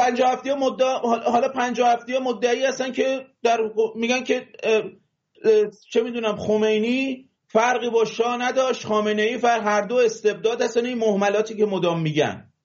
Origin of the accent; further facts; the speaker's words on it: Mazandaran, Iran; من حالا تو ذکر کردی به من چون بچه مازندرانم، این مازندرانی ها واقعا ناخواسته صداشو میره بالا.